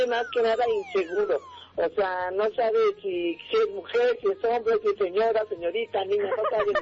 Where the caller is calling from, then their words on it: Zumpango, State of Mexico, Mexico; yo soy de Zumpango